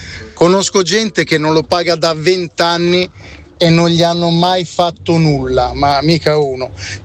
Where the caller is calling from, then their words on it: Milan, Lombardy, Italy; da Milano.